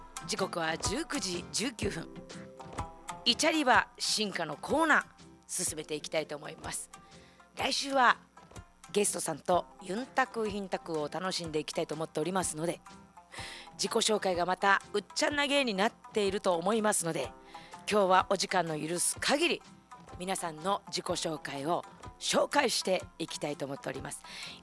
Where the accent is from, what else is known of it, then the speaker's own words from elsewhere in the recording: Okinawa, Japan; 私は沖縄で生まれ育ってるもんだから